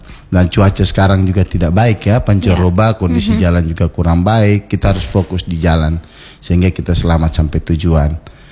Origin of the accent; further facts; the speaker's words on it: Rote Ndao, East Nusa Tenggara, Indonesia; Sebagai putra Rotendao